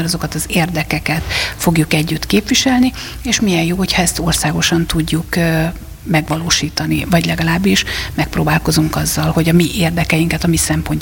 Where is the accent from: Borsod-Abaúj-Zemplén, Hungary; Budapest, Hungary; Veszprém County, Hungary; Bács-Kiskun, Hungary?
Veszprém County, Hungary; Veszprém; Vidékről származom, veszprémi vagyok, tehát Veszprémben éltem